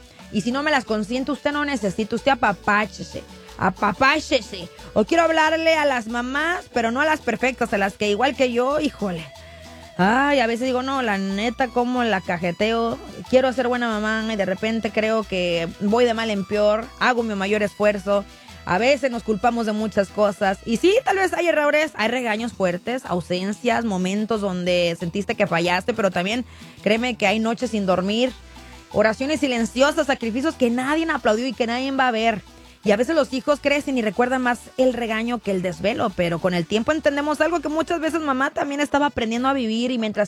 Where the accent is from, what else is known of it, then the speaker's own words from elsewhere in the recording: Bakersfield, California, United States; now in Los Angeles, United States; Miren, yo vengo de Bakersfield, y Bakersfield sí hace un calor de, uy, pa' su mecha pulgoso.